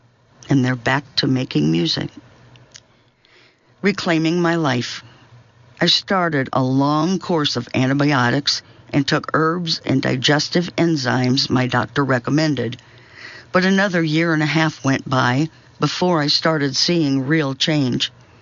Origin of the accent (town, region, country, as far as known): Connecticut, United States; born or raised there